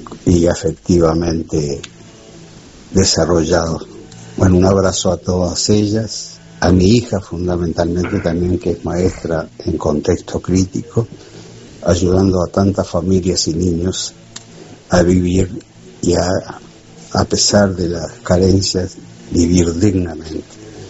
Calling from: Montevideo, Uruguay; de Malin Norte.

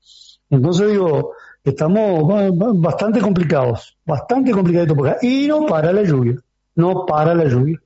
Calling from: Hernandarias, Alto Paraná, Paraguay; Yo estoy en Hernandaria. Yo vine de Corpus Christi, que es la frontera, uh-huh. Pindotiporá, que es la frontera con Brasil, la frontera norte de Paraguay con Brasil. Me vine antes de ayer.

